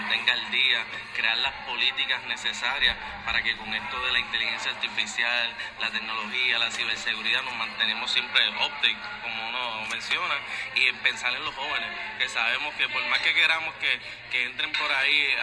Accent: Naguabo, Puerto Rico; now in Caguas, Puerto Rico; aunque actualmente vivo en Caguas. Soy joven de Nahuabo, estudié toda mi vida en el barrio de Aguao, en el pueblo de Nahuabo, la Escuela Superior

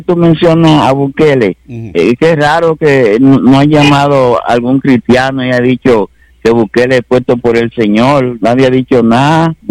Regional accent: Dominican Republic; yo soy dominicano.

